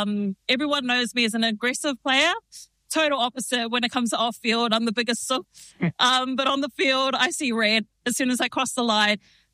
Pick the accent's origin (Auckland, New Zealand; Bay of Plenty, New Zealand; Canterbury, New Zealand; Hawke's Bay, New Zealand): Auckland, New Zealand; Yeah, so I'm born and raised in South Auckland. We were actually raised in Mangere, and then we've been staying in Otara for like the last 26 years.